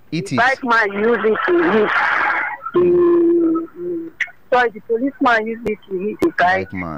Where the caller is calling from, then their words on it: Lagos, Nigeria; I'm calling from Lagos.